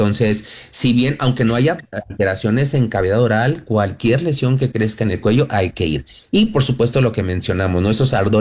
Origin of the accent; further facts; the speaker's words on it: Mexico; yo soy mexicano